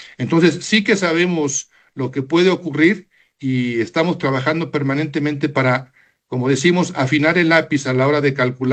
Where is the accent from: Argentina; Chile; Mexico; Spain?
Mexico